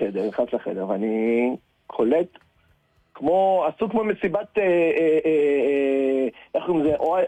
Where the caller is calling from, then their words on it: Acre, Northern District, Israel; אני מעכו.